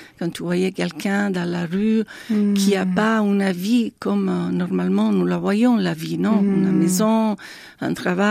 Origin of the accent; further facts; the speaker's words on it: Italy; French is a second language; moved away as an adult; now in France; je suis italienne. J'habite en France, ça fait 13 ans déjà. Je viens d'une famille chrétienne catholique et j'ai grandi à pain et films religieux et spirituels